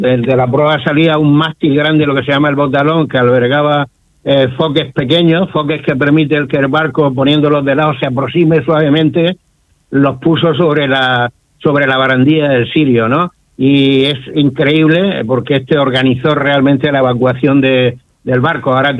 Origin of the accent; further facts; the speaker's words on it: Spain; los gallegos, que somos los españoles